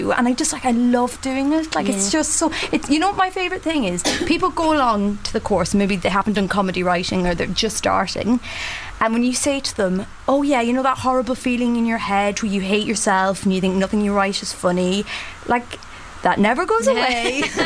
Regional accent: Ireland; now in London, United Kingdom

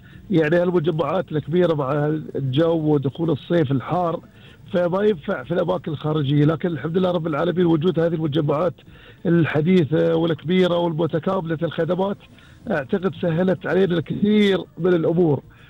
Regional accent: Qatar; إحنا كقطريين

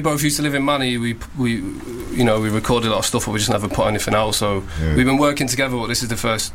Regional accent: North West England, United Kingdom; also born or lived in Manchester; now in Newcastle, United Kingdom; I'm from North. I'm from near Liverpool, and I moved to Manchester. I'm in Newcastle now.

